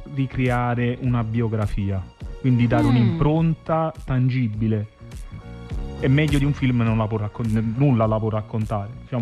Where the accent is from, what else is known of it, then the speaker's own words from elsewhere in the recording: Naples, Campania, Italy; noi siamo di Napoli, mio padre era di Napoli, e quindi Napoli è sempre stato il punto di partenza.